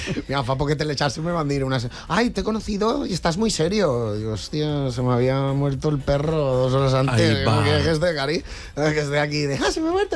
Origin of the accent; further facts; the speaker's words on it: Valencia, Valencian Community, Spain; soc de Torrefiel, soc més de barri que els columpios.